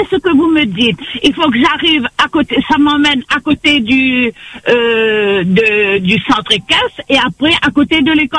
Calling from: Bras-Panon, Réunion; je réside à Brapanon.

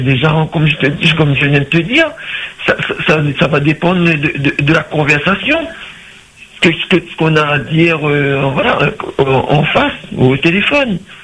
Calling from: Saint-Denis, Réunion; je suis de Saint-Denis.

